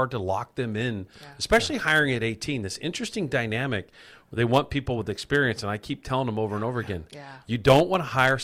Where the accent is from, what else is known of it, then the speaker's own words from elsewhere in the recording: Fontana, California, United States; moved away; in Fontana, my hometown, where I originally came from.